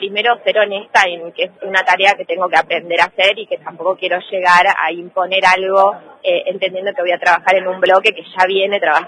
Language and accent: Spanish; Esquel, Chubut, Argentina; born there; yo soy de acá de Esquel, nací acá, me fui a estudiar, soy médica, hice mi especialidad acá en el Hospital Zonal